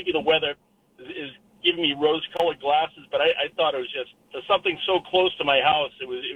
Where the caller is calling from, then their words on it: Stoughton, Massachusetts, United States; I live in Stoughton